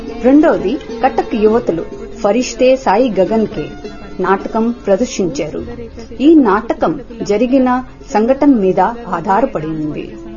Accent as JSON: {"language": "Telugu", "town": "Bhubaneswar", "region": "Odisha", "country": "India", "said": "నేను ఒడిశా భువనేశ్వర్ నుండి వచ్చాను."}